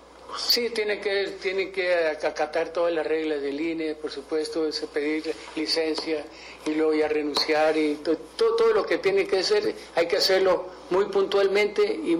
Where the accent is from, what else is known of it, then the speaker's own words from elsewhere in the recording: Mexico; con alegría, como somos los mexicanos